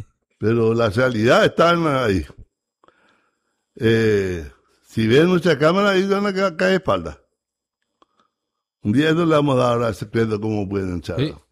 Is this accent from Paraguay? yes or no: yes; Paraguay; Y como paraguayo, me siento emocionado y orgulloso de ver una ciudad paraguaya así, hijo. Y lo otro, como paraguayo, tengo vergüenza de tener la capital que tengo.